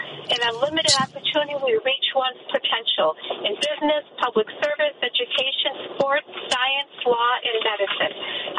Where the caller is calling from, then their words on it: Chicago, Illinois, United States; from Chicago.